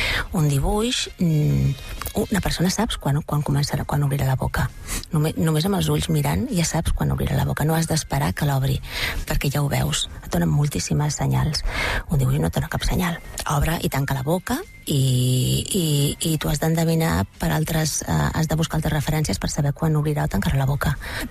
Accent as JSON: {"language": "Catalan", "region": "Catalonia", "country": "Spain", "said": "jo penso en català, jo soc catalana"}